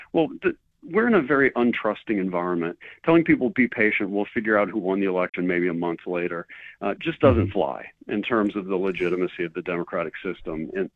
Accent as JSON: {"language": "English", "region": "Louisiana", "country": "United States", "said": "I was sad when my home state of Louisiana half got rid of it."}